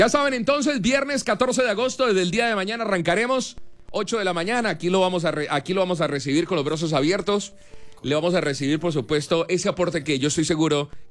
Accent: Colombia; como buenos guerreros, como buenos colombianos.

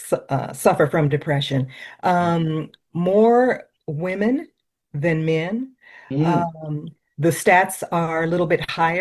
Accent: Los Angeles, California, United States; I grew up in Los Angeles, was educated in Los Angeles, in Southern California.

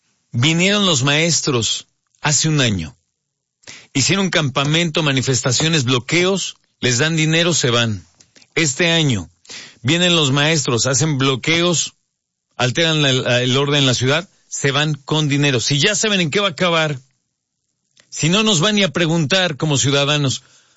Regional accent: Mexico; sobre todo como mexicanos

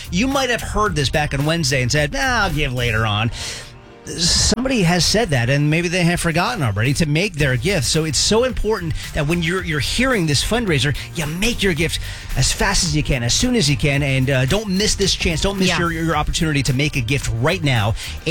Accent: New Jersey, United States; also born or lived in Philadelphia; I grew up in New Jersey and lived in Philadelphia for a while, so it's like boom, boom, boom.

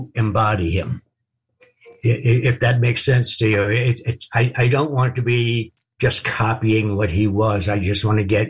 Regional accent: New York, United States; Growing up in New York, I grew up in New York.

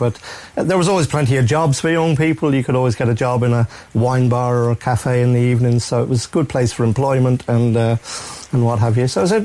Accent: Cambridge, East of England, United Kingdom; born there; moved away as an adult; also born or lived in Wales / San Francisco, California; Yeah, so I grew up in Cambridge

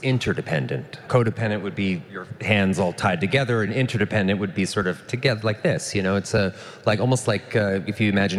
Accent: Vancouver, British Columbia, Canada; You know, I come from Vancouver where it rains 300 days a year.

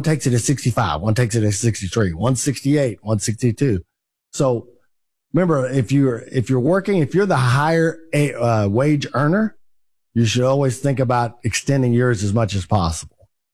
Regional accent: Texas, United States; Well, nobody in my family, we're rednecks from East Texas. Nobody ever lives past 70.

